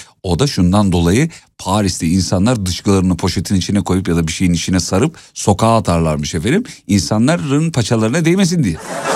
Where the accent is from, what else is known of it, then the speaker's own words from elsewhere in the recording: Kocaeli, Turkey; Anne baba Erzurumlu, ben doğma büyüme Kocaeli. Aslım Erzurum yani.